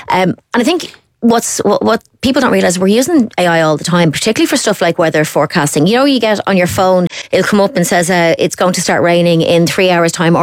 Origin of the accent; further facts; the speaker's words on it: Ireland; we like to talk about the weather as Irish people, we do.